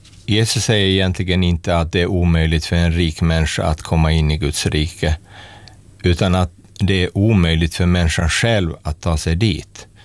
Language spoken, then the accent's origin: Swedish; Raseborg, Uusimaa, Finland; och min kollega Fredrik Martin. Vi kommer båda från Raseborg och är pastorer i samma församling.